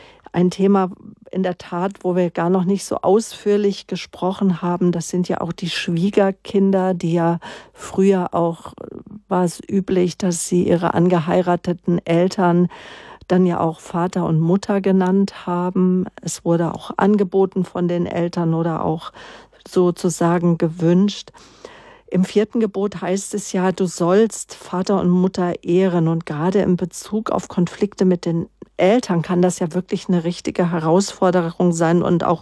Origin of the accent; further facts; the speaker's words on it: Munich, Bavaria, Germany; wenn ich mal wieder hinkomme hier als Münchner.